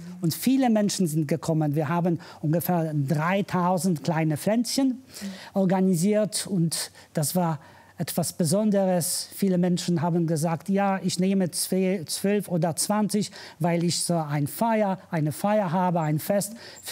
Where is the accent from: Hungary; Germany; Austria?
Germany; Rhineland-Palatinate; Aber heute bin ich ganz glücklich, dass ich hier bin. Das ist meine Heimat. Da fühle ich mich ja wohl und gesegnet und ich habe so viele Freunde.